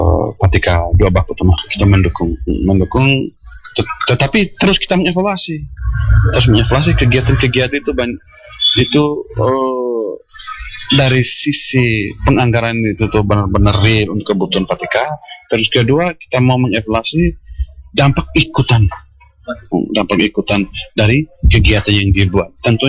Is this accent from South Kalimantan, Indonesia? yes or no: no; East Nusa Tenggara, Indonesia; keyakinan ini kita orang Endelio pada khususnya, bahwa ritual itu merupakan acara yang sangat sakral